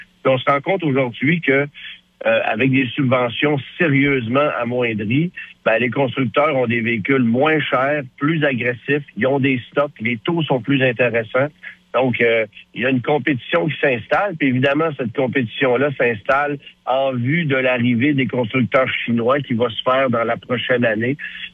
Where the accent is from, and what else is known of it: Canada